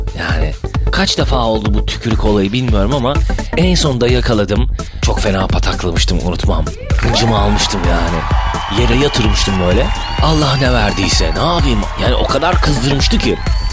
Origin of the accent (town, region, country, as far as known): İzmir, Turkey; born there